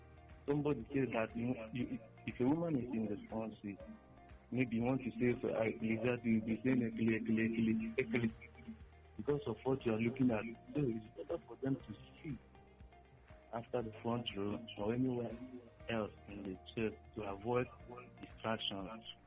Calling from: Aba, Abia, Nigeria; I'm calling from Aba.

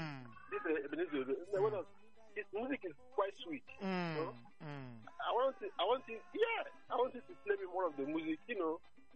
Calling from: Nigeria; I'm calling you from Okigwe Road.

